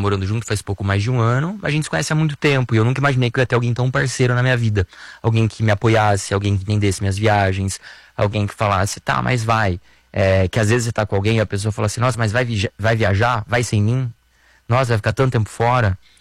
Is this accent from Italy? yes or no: yes; Italy; now in Brazil; Porque meu marido é português também e eu sou italiano, então a gente poderia, né, morar na Europa tranquilamente